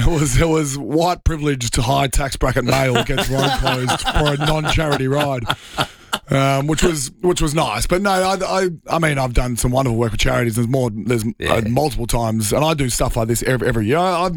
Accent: Australia; I'm just an Aussie on a gravel bike.

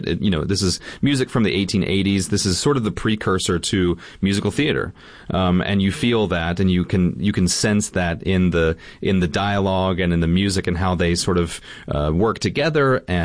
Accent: Dumas, Texas, United States; moved away; I grew up in Dumas.

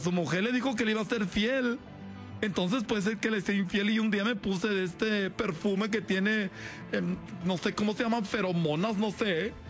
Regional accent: Mexico; born there; Ay, yo nací en México también.

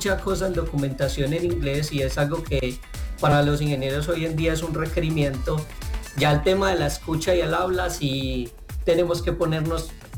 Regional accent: Medellín, Antioquia, Colombia; moved away as an adult; now in Madrid, Spain; Yo soy de Medellín.

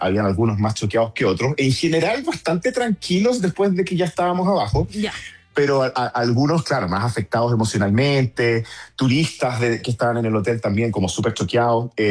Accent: Chile; Yo, como chileno

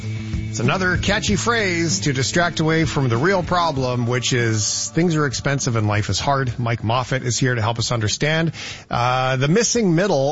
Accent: Alberta, Canada; I'm from Alberta, where there isn't land transfer tax. And so most of the houses I've purchased, with the exception of two, have been in Alberta. One other one in Ontario and St. Catharines, and one other in Sicamous, BC.

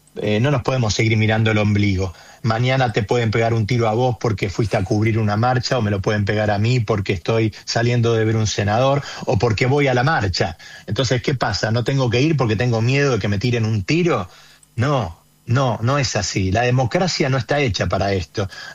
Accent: Argentina; qué es lo que queremos como argentinos

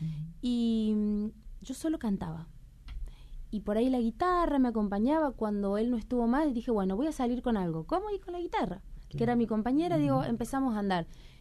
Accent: Formosa, Argentina; born there; now in Córdoba, Argentina; Nosotros vivíamos en la provincia de Formosa, si bien yo nací en Formosa, mi papá en el Chaco, tenemos 100 kilómetros de diferencia

